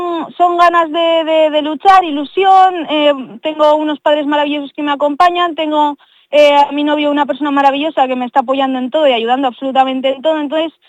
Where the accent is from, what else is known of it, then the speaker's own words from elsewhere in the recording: Escatrón, Aragon, Spain; Yo realmente soy de Escatrón, en Escatrón no tenemos ni panadería ya, que es una lástima.